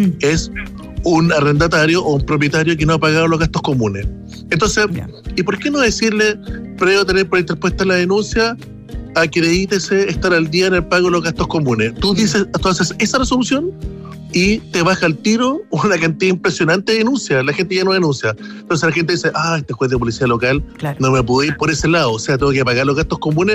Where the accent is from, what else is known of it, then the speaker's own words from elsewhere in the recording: Chile; nosotros como chilenos, y me voy a incluir